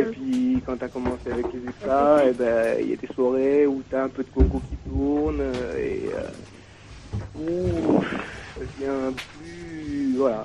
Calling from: Toulouse, Occitanie, France; de Toulouse, 18 ans.

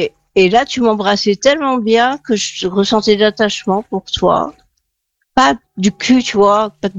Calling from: Arcachon, Nouvelle-Aquitaine, France; j'ai 60, je suis à Arcachon

